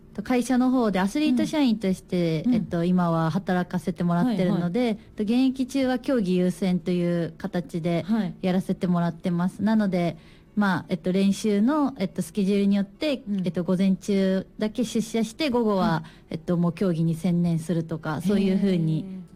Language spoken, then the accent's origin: Japanese; Osaka, Japan; 大阪です。でアイスホッケーも大阪で始めました。